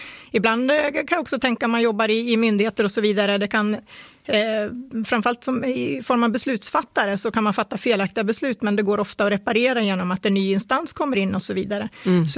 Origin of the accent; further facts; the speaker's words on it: Östersund, Jämtland County, Sweden; Jag är norrlänning. Ja. Jag är född i Östersund.